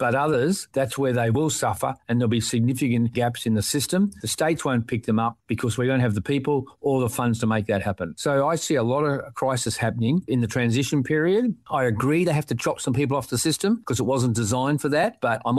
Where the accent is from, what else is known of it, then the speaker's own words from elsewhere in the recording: Australia; I'm Australian as they come